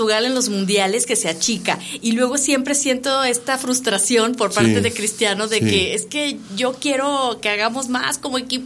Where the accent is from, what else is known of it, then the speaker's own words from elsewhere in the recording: Mexico; También somos mexicanos